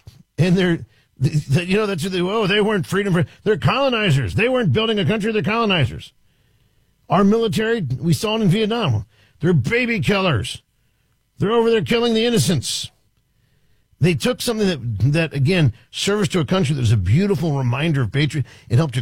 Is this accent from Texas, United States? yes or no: no; Washington, District of Columbia, United States; the neighborhood I grew up in Washington, D.C.